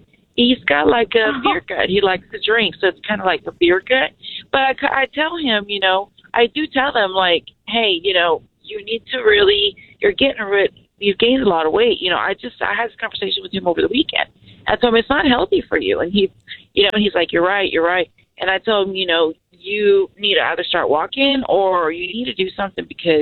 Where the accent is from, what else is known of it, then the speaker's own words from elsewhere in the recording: Guatemala; I may not sound like it, but I am Latina from Guatemala.